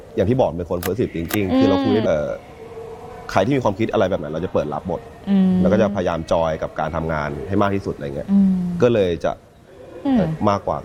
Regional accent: U Thong, Suphan Buri, Thailand; อำเภออู่ทองครับ

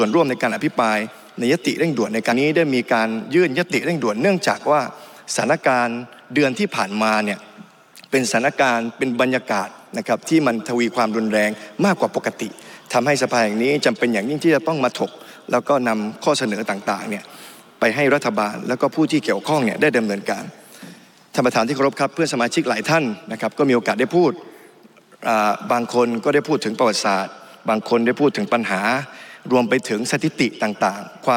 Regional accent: Yala, Thailand; ผมเองในฐานะคนในพื้นที่ที่เกิดที่ยะลานะครับ

